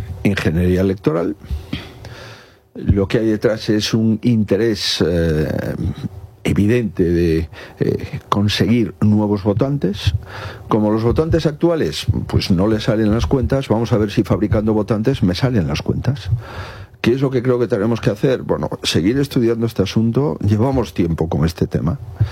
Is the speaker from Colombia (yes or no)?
no; Spain